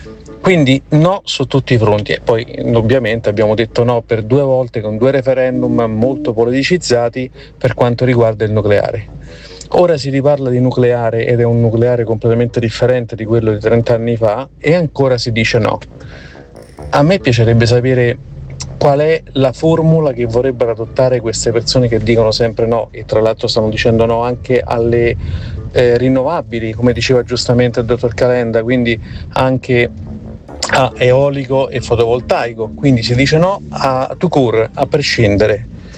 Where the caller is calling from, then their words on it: Rome, Lazio, Italy; io sono di Roma